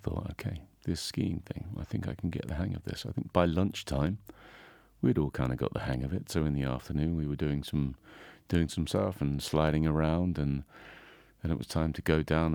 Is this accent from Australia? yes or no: no; England, United Kingdom; now in Zell am See, Austria; I'm actually from England. I'm a ski instructor in Zelmzee in Salzburgerland.